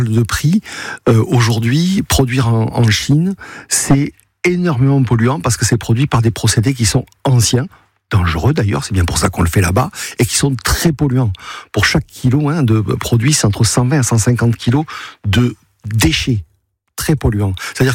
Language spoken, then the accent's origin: French; Toulouse, Occitanie, France; Comme en tant que Toulousain, nous aussi, on a vécu cette catastrophe